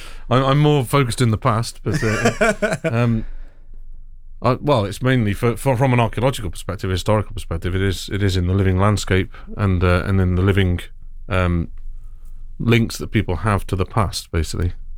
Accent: Radcliffe-on-Trent, East Midlands, United Kingdom; I grew up in Radcliffe-on-Trent down the road.

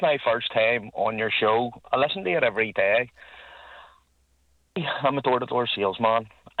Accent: Ballybeen, Northern Ireland, United Kingdom; now in Newtownards, United Kingdom; I'm originally from Ballybean.

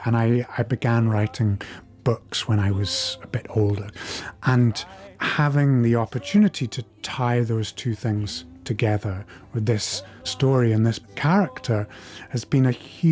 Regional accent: Shetland, Scotland, United Kingdom; When I was growing up in Shetland in the 90s

